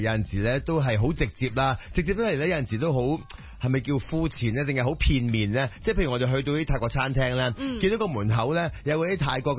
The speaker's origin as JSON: {"language": "Cantonese", "region": "Guangdong", "country": "China", "said": "中意，你唔中意啲口味近我哋廣東人嘅主。"}